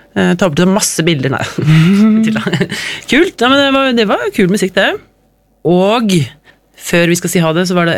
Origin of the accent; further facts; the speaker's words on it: Telemark, Norway; Innskyld, Drangedal er dritfitt, jeg kommer fra Telemark.